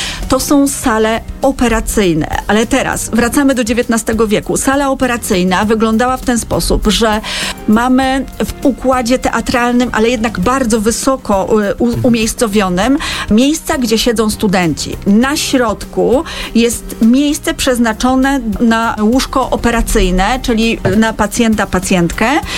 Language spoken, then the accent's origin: Polish; Duszniki-Zdrój, Lower Silesian Voivodeship, Poland; now in Wrocław, Poland; bo ja jestem duszniczanką z urodzenia